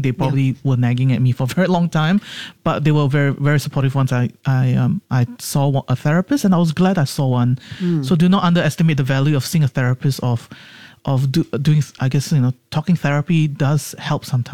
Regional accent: Singapore; because I grew up in Singapore, you know, I mean, this is what gets us through in Singapore.

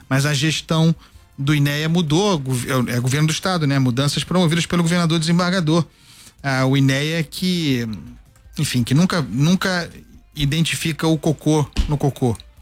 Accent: Rio de Janeiro, Brazil; born there; Nós somos cariocas, nascidos no Rio de Janeiro.

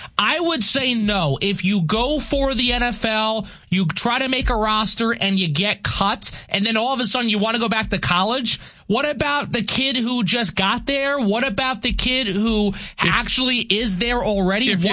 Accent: Massapequa Park, New York, United States; Really? I'm from Massapequa Park.

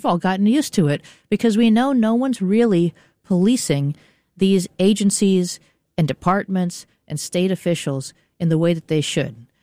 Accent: New York, United States; born there; So I was born in New York. My parents actually came to New York in the 1980s and settled down in Coney Island.

